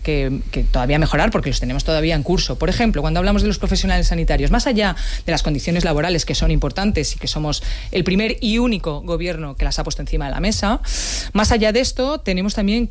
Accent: Community of Madrid, Spain; cosa que a mí me interpela en primer orden como ministra y como madrileña.

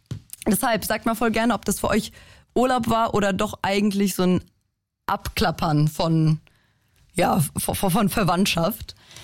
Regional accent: Germany; also born or lived in Poland; Ich bin nur in Polen geboren, aber aufgewachsen halt in Deutschland, deutsche Schule und alles.

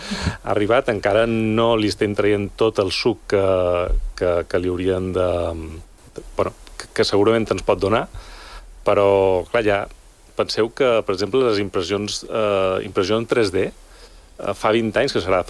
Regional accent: Balearic Islands, Spain; moved away as an adult; now in Barcelona, Spain; jo som de Mallorca

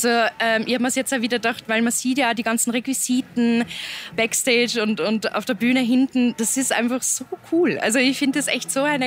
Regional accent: Upper Austria, Austria; wir kommen beide aus Oberösterreich.

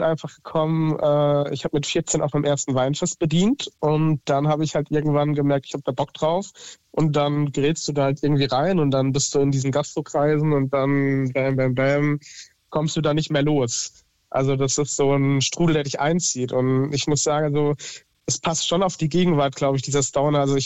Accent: Rhineland-Palatinate, Germany; also ich komme ja hier aus der Pfalz, ob ich sage, ich verlasse die Pfalz

